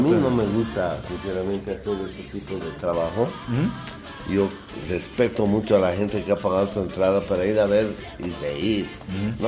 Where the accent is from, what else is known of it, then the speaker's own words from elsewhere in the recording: Cochabamba, Bolivia; Todos habíamos sido cochabambinos.